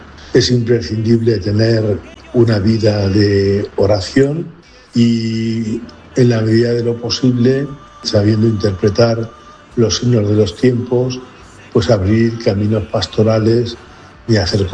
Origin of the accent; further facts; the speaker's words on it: Castilla-La Mancha, Spain; born there; está aquí cerca en Manzanares